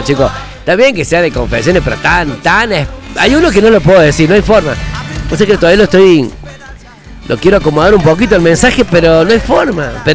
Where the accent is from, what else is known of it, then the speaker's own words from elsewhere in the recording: Córdoba, Argentina; Y yo al ser oriundo de Anfune, ya me olvidé la tonada mía. Yo amo mi tonada de anfunense.